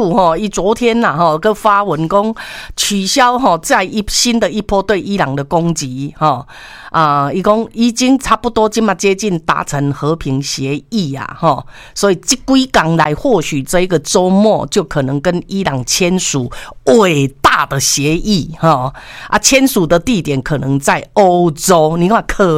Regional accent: Taiwan; 我们中国，我们是台湾的

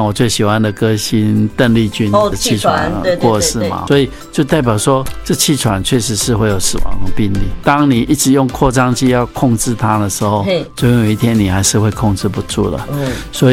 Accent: Taiwan

